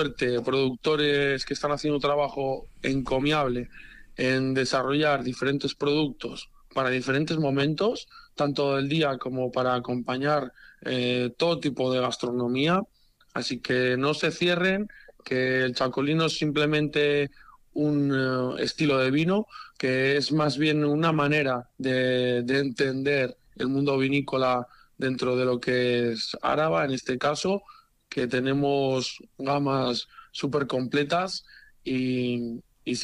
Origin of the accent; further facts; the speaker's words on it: Galicia, Spain; Yo soy gallego.